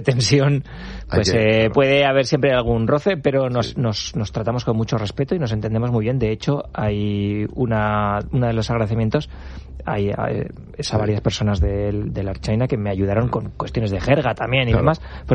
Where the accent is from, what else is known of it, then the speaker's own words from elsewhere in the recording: La Rioja, Spain; now in San Sebastián, Spain; Soy riojano, ejercía en Zaragoza, pero llevo 5 años en San Sebastián.